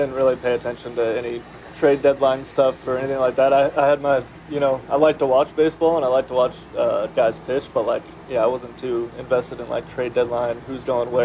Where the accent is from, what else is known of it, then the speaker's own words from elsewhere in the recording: Okeechobee, Florida, United States; also born or lived in Iowa / Rock Island, Illinois; and then we lived in Rock Island, Illinois for, I think, like 6 years before we moved to Florida. Mm-hmm. And yeah, so I moved down to Okeechobee, Florida when I was like 6 or 7 years old.